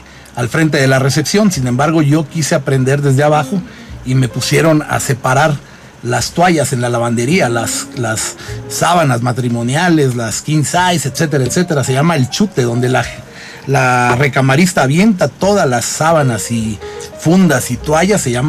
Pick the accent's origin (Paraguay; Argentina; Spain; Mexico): Mexico; San Cristóbal de las Casas, Chiapas; also born or lived in Mexico City; yo aquí nací en San Cristóbal de las Casas. No, no es cierto. Yo nací en la Ciudad de México.